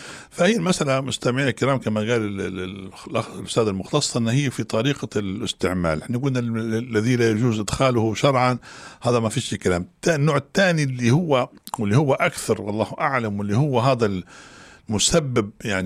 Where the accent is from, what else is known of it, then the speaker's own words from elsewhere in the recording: Libya; وحنا كنا كليبيين